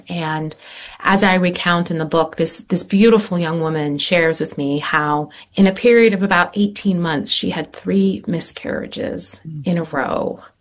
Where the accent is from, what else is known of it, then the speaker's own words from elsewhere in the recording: Frederick, Maryland, United States; I'm from Frederick, Maryland, which is close to where she started her Catholic schools.